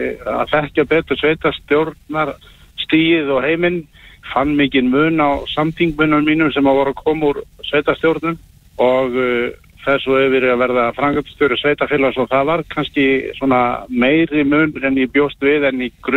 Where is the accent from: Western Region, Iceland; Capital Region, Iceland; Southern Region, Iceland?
Western Region, Iceland; Hvalfjarðarsveit; Þetta mín heimasveit og ég hefði bara metnað fyrir því að fara og bjóða mig fram mína krafta í mínu heimasveit